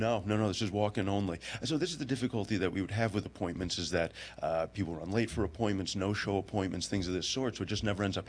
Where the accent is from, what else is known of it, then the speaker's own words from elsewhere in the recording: Springfield, Massachusetts, United States; I grew up in Springfield, graduated from Cathedral High School, and ended up going to Westfield State.